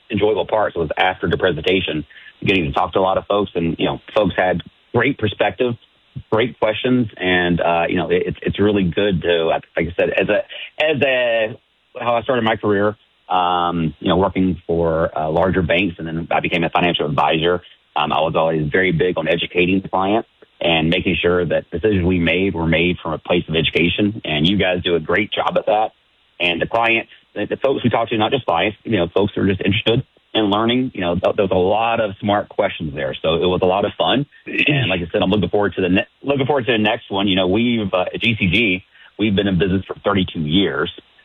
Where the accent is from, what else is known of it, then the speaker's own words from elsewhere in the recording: the South, United States; accent: Southern; whoever can understand my Southern accent and fast cadence of talking